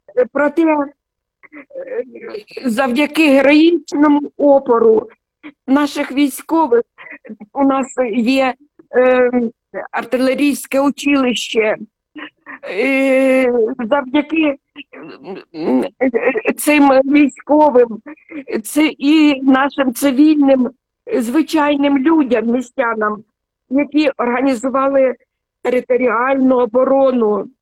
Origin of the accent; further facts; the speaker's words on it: Sumy, Sumy Oblast, Ukraine; moved away as an adult; now in Denmark; Я корінна сумчанка. Я народилася в місті Суми. Тут народилися мої діти, мої онуки і мої правнуки. І я дуже люблю своє місто Суми.